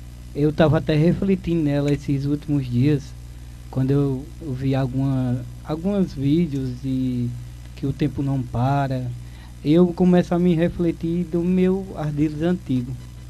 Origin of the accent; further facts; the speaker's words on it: Toritama, Pernambuco, Brazil; also born or lived in Caruaru; eu nasci em Caruaru, mas só foi nascer e voltar. Ah, toritamense. Sou toritamense raiz, como diz da gema. Mas assim, minha infância aqui na cidade, na rua de Toritama, foi muito bom.